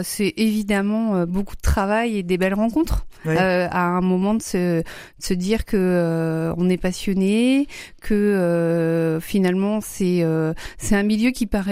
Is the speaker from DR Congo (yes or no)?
no; Brittany, France; born there; also born or lived in Vitré / Mayenne / Paris; now in Rennes, France; je suis née à Vitré. J'ai pas grandi que dans le coin. Je suis née à Vitré, j'ai grandi en Mayenne, puis dans le Finistère. J'ai fait des études à Rennes et j'ai bossé à Paris avant de revenir avec évidemment grand plaisir depuis un peu plus de 15 ans déjà à Rennes